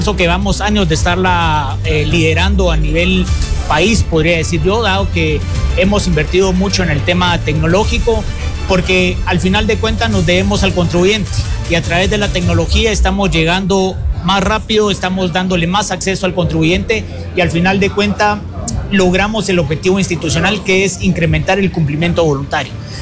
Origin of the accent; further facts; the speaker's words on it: Guatemala; como guatemaltecos siempre queremos más